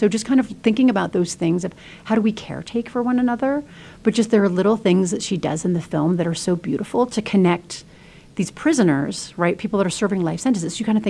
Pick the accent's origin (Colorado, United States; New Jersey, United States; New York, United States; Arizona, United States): New York, United States; I'm a New Yorker, so, you know, got to end with my hometown, start with my current hometown, and end with my birth hometown.